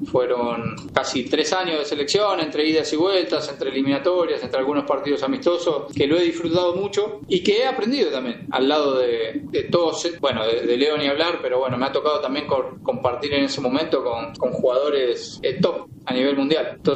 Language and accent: Spanish; Argentina; así que bueno, que él sea feliz, es lo único que como argentino le deseamos es que sea feliz